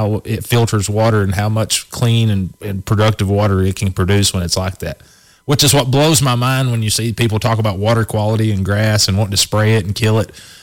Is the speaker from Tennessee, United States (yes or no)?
yes; Tennessee, United States; with me growing up on Watts Bar